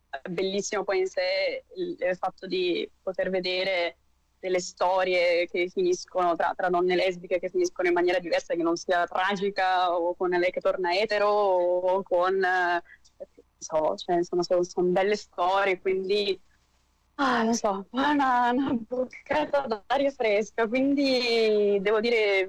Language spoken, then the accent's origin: Italian; Brescia, Lombardy, Italy; sono felicissima da bresciana